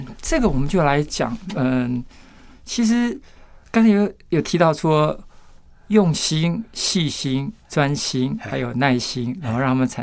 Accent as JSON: {"language": "Chinese", "country": "Taiwan", "said": "也代表我们台湾人的文化"}